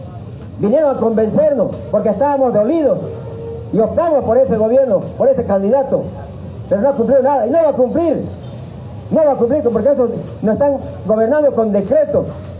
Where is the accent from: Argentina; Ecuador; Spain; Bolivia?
Bolivia; como productores y como bolivianos